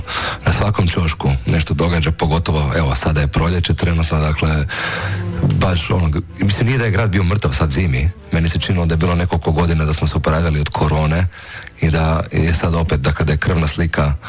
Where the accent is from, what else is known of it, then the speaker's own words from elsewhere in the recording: Zagreb, City of Zagreb, Croatia; kao rođeni Zagrepčanin imam zaista kompliciran odnos sa svojim rodnim gradom.